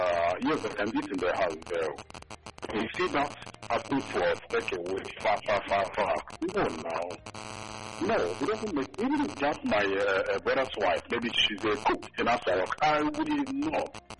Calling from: Dubai, United Arab Emirates; I'm calling from Dubai.

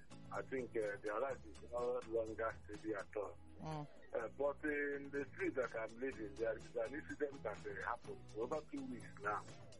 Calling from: Aba, Abia, Nigeria; I'm calling from Abba.

